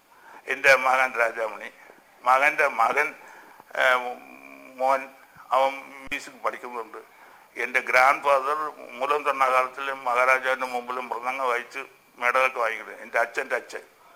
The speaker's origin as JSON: {"language": "Malayalam", "region": "Kerala", "country": "India", "moved": "yes", "lives_now": "Chennai, India", "said": "ഞാനൊരു മലയാളി എന്നുള്ള നിലയിൽ എൻ്റെ കേരളത്തിന് എല്ലാ നന്മകളും വരാൻ"}